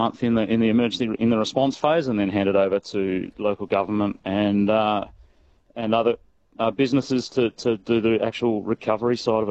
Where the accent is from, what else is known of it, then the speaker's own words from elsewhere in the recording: Western Australia, Australia; I grew up in the Pilbara, so know what the SES have done for years. I've moved away, came back